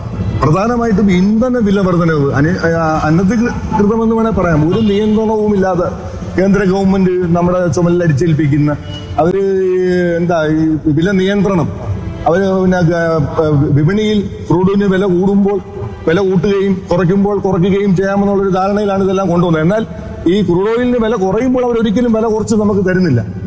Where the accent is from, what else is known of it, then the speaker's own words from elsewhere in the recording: Kerala, India; ഞങ്ങളുടെ നാട്ടിൽ ഇപ്പം മത്സ്യത്തൊഴിലാളികൾ അധിവസിക്കുന്നത് മേഖലയാണ് ശക്തിവുള്ളങ്ങര.